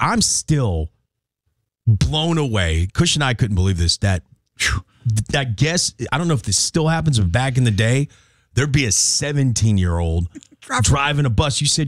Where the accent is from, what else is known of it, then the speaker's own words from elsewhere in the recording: Tennessee, United States; I don't ever remember that growing up in Tennessee.